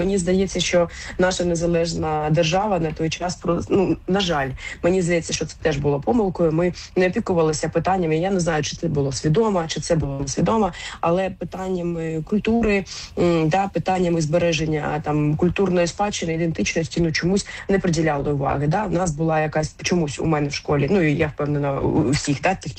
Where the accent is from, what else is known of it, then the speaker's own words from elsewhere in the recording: Kharkiv, Kharkiv Oblast, Ukraine; Я сама з Харкова родом